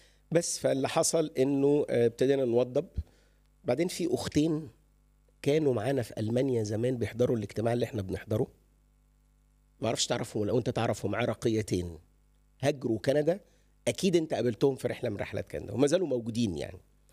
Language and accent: Arabic; Egypt; moved away as an adult; also born or lived in Germany; now in Canada; أرجع مصر ولا نهاجر.